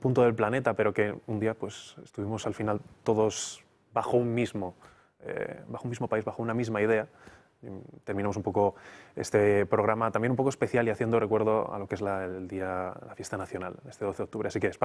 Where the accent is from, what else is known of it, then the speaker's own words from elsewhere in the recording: Spain; Pues con esa reflexión, con esa importancia de destacar también el orgullo que tenemos que tener como españoles